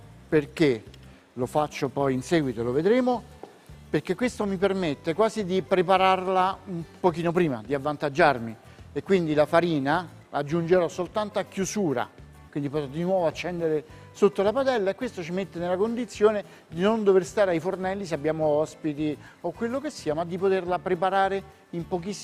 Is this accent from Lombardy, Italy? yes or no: no; Rome, Lazio, Italy; io sono di Roma, cucino con un'influenza sicuramente del territorio